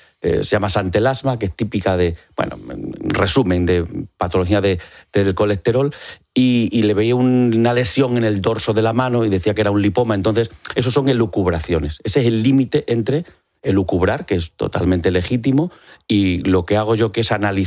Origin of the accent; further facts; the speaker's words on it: Extremadura, Spain; Yo vivía, soy extremeño, vivía en Badajoz y venía con frecuencia a Madrid, al Museo del Prado.